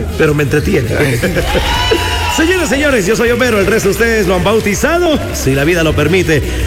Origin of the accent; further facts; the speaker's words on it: Ecuador; como todo ecuatoriano, como todo fiel ecuatoriano